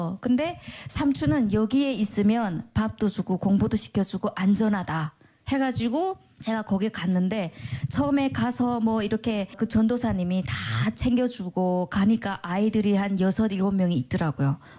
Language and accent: Korean; North Korea; moved away; 이게 너무 위험하구나, 우리 북한에서 왔고 하니까 그래서 위험하구나 해가지고 그 순간부터는 교회를 못 나갔어요.